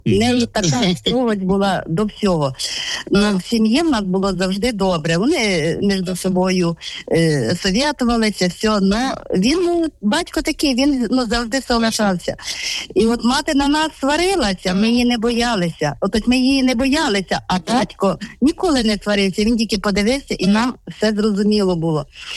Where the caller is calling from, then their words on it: Vinnytsia, Vinnytsia Oblast, Ukraine; Я з Вінниці, з костьола Матері Божої Ангельської.